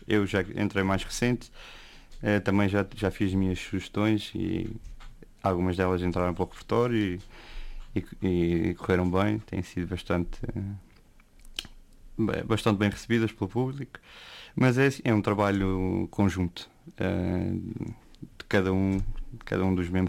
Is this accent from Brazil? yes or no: no; Faial, Azores, Portugal; sou aqui o residente da ilha do nascido e criado no Faial.